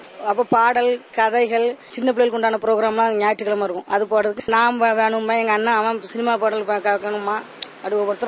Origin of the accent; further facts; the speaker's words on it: Tamil Nadu, India; பழையங்குட்டை. எனக்கு என்னுடைய சொந்த ஊர் கொலசேரிப்பட்டினம்.